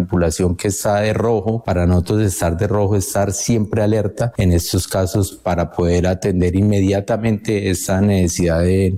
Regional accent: Manizales, Caldas, Colombia; Yo soy de Manizales. Usted se puede imaginar lo que yo sentí, poder ayudar a mi gente, poder ayudar a mi familia, porque todavía tengo mucha familia que habita en Manizales y en Cali también.

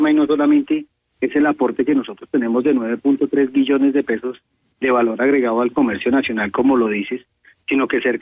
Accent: Colombia; nosotros como colombianos

